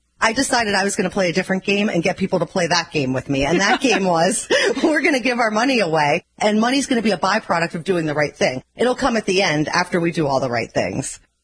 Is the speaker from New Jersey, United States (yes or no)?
yes; Moorestown, New Jersey, United States; also born or lived in Boston; Interestingly enough, I was born in Boston, but when I was four, we moved to right outside of Philadelphia, a town called Moorestown. It's by Cherry Hill.